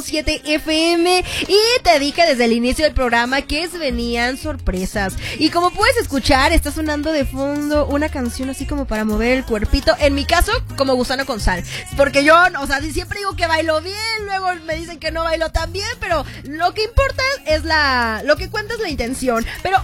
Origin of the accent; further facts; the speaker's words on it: Acapulco, Guerrero, Mexico; Yo soy de Acapulco, Guerrero, que es una playa, entonces yo soy costeña, sirena, nací